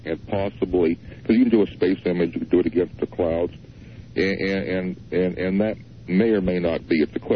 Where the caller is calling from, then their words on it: North Bend, Oregon, United States; … from North Bend, Oregon